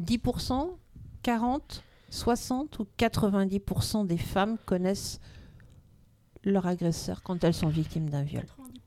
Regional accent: France; Et du coup, chez nous, en France, à votre avis ?

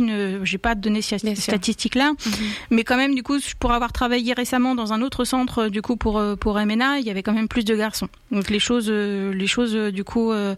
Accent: France; born there; La vie a fait que je suis née en France, avec la protection, en effet, que m'offre, du coup, ma nationalité.

